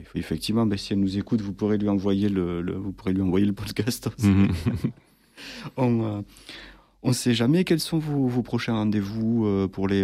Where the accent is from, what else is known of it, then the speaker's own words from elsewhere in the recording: Toulouse, Occitanie, France; accent: toulousain; pardon pour mon accent toulousain et mon anglais déplorable.